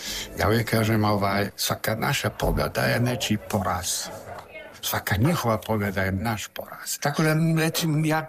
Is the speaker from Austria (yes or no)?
no; Bosnia & Herzegovina; now in France; u mojoj rodnoj Bosni 92. godine, potpuno gore na sjever u Savu